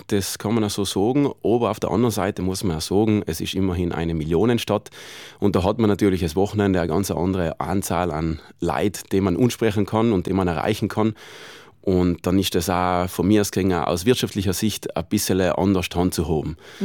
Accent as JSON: {"language": "German", "region": "Trentino-Alto Adige", "country": "Italy", "said": "sei es weltweit, aber auch da bei uns in Südtirol ist das ein sehr männerdominierter Job."}